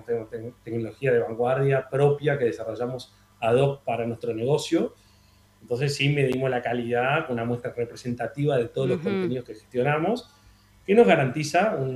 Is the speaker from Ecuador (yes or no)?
no; Argentina; now in Uruguay; Si bien soy argentino, vivo en Uruguay.